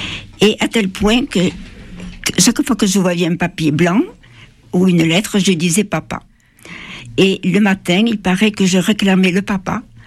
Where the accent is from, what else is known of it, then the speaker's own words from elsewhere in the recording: Toulouse, Occitanie, France; nous sommes revenus à Toulouse. Mes parents avaient gardé l'appartement, là où je suis née.